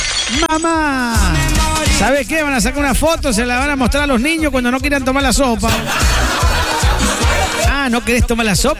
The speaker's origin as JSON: {"language": "Spanish", "town": "Tostado", "region": "Santa Fe", "country": "Argentina", "said": "Somos de Tostado, Santa Fe, vamos, la banda de Tostado, papá"}